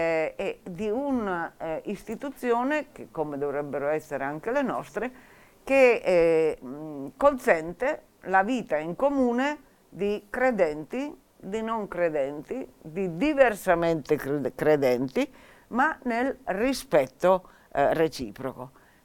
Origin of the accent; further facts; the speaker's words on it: Bra, Piedmont, Italy; io sono di Brache, o meglio di una frazione